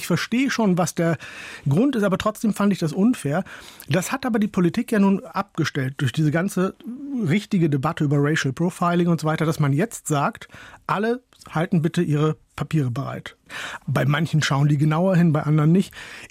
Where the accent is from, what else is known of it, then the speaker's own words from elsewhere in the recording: North Germany, Germany; Tatsächlich komme ich aus Holland-Wiel, vielleicht aus einem Dorf in Norddeutschland, aber das meinen die nicht.